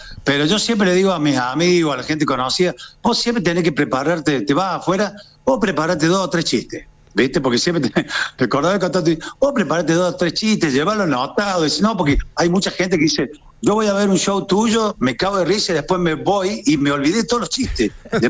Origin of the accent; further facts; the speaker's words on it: Córdoba, Argentina; yo entendí nomás, como cordobés